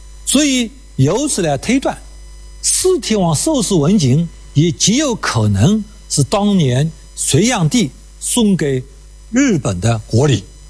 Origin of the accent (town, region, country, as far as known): China